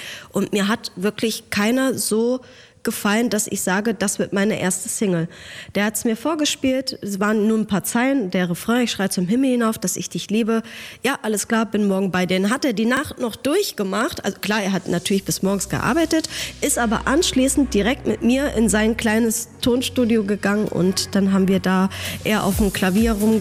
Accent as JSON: {"language": "German", "region": "Hesse", "country": "Germany", "accent": "Hessian dialect", "said": "ich bin aus Hessen, ich habe schon echt einen Dialekt"}